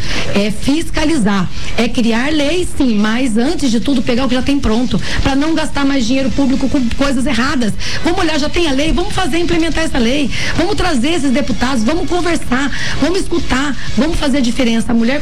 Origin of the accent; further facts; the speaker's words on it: Brazil; born there; Morei na Coab, sou a Coab que tá me escutando aqui, estudei no Tia Olívia. Eu sou uma mulher que eu venho de baixo